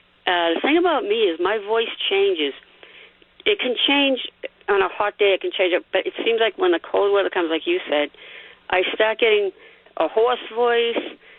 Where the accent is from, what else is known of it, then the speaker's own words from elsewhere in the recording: Boston, Massachusetts, United States; accent: Boston; now in Quincy, United States; they always say, you have a really Boston accent or something like that. And I'll say, you know what? It's really weird because I didn't used to.